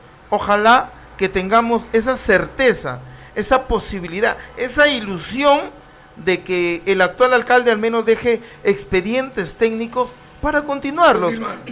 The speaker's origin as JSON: {"language": "Spanish", "town": "Túcume", "region": "Lambayeque", "country": "Peru", "tie": "born there", "said": "20 años de experiencia laboral, tucumano de nacimiento."}